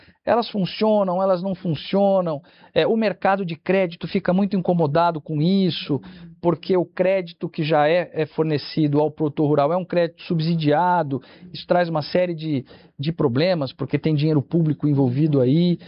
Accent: Ribeirão Preto, São Paulo, Brazil; Eu sou da região de Ribeirão Preto

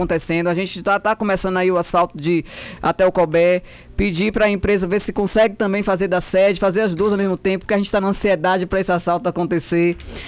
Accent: Mundo Novo, Bahia, Brazil; meu povo de Mundo Novo, povo da minha terra, o povo que eu nasci e me criei, que eu amo essa terra

